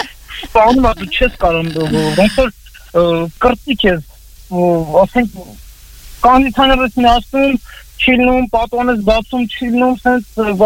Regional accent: Nagorno-Karabakh, Azerbaijan; ես Արցախից եմ

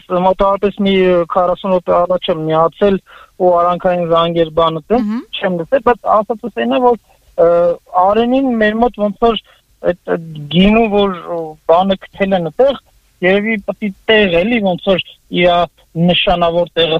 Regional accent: Nagorno-Karabakh, Azerbaijan; ես Արցախից եմ

